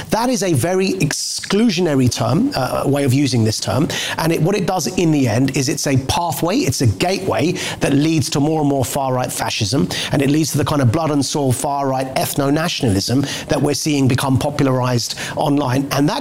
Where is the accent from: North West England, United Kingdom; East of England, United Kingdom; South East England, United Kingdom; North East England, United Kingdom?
East of England, United Kingdom; Essex; born there; this white working class lad in Essex, where I'm born